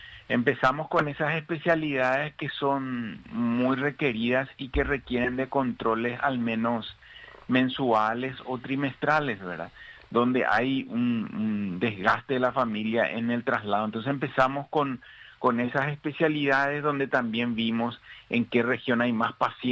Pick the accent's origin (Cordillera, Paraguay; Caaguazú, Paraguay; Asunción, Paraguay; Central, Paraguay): Central, Paraguay; San Lorenzo; Yo soy de San Lorenzo, imagínense, nada más a 10 a 14 kilómetros